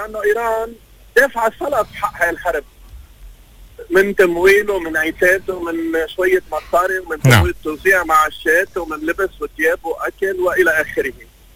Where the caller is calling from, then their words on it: Lebanon; بالنسبة لنا كلبنانيين